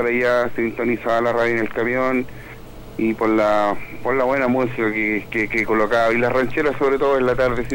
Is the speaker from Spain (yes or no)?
no; Constitución, Maule, Chile; Yo soy nacido y criado acá en Constitución